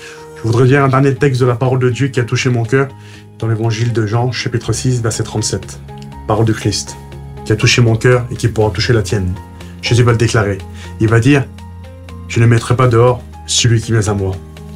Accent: Algeria; Vous savez, c'est dur lorsqu'on est algérien, lorsqu'on est musulman, lorsqu'on rentre dans une église

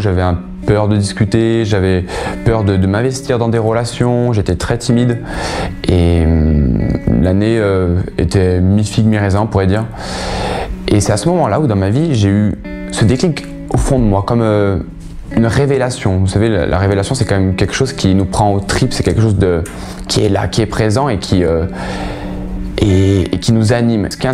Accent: Oyonnax, Auvergne-Rhône-Alpes, France

